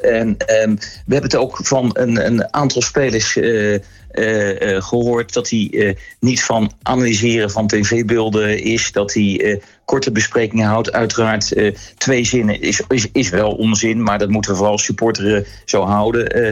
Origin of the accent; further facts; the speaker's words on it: South Holland, Netherlands; now in Eindhoven, Netherlands; Ik woon en werk al 28 jaar in Eindhoven. Dus ik heb het niet live meegemaakt. Eén keer op bezoek bij een vriendje vanuit het Rotterdamse, waar ik van origine kom.